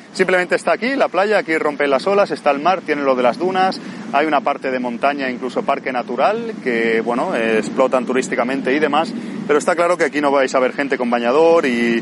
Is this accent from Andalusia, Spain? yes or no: no; Barcelona, Catalonia, Spain; de Barcelona, de mi localidad natal y demás. Y estoy en Japón